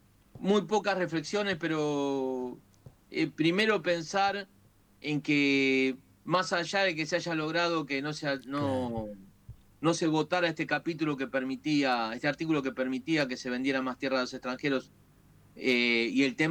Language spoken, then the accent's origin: Spanish; Argentina